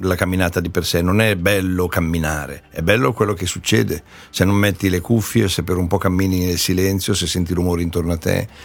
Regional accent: Milan, Lombardy, Italy

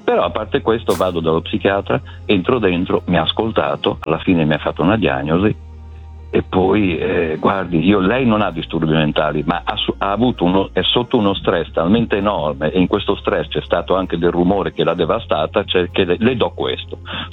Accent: Bologna, Emilia-Romagna, Italy; e alla fine, da buon bolognese, ho detto, pesante.

